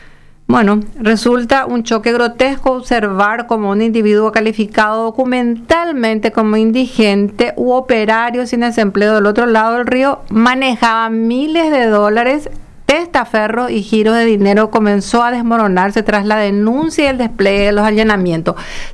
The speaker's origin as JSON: {"language": "Spanish", "region": "Alto Paraná", "country": "Paraguay", "said": "yo soy del Alto Paraná, yo soy de la frontera"}